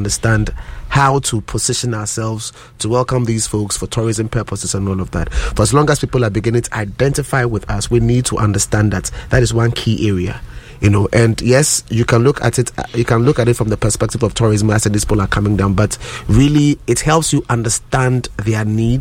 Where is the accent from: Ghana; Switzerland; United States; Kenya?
Ghana; we are from Ghana